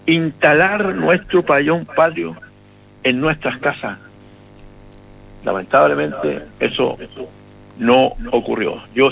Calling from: Iquique, Tarapacá, Chile; Como iquiqueño, yo me siento avergonzado.

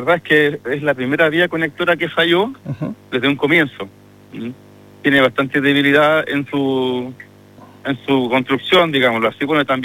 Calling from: Alto Hospicio, Tarapacá, Chile; acá en Alto Hospicio

